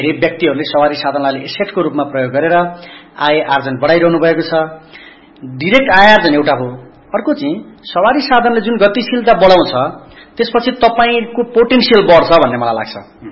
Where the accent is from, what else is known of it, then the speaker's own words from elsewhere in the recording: Khotang, Koshi Province, Nepal; मेरो घर खोटाङ हो, म यहाँबाट करिब 200-300 किलोमिटर, यदि मसँग मेट्रो रेल हुन्थ्यो भने त म त 1 घण्टा पुग्ने रहेछु नि त, म बसाइ सराई गर्नुपर्ने थिएन।